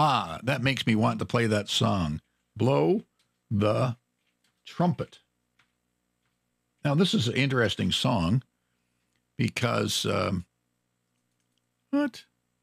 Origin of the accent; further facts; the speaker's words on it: Canada; life as a Canadian